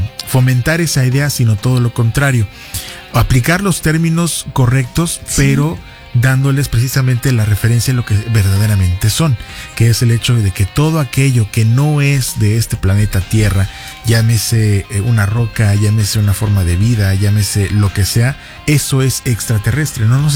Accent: Mexico; claro, como mexicano me atrevería a ligarlo a una maravilla del mundo, ¿no?

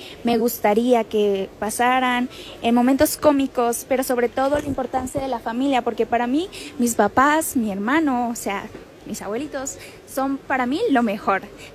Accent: Chetumal, Quintana Roo, Mexico; Bueno, soy de Chetumal, Quintana Roo. Vengo desde muy lejos para acá. Y muchas gracias. Tengo 23 años, no hace mucho recién cumplidos.

